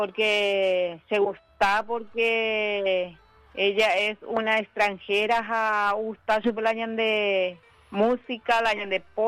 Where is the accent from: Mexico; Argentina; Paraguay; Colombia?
Paraguay; San Ignacio, Misiones; moved away; me fui a mi ciudad natal, San Ignacio Misiones.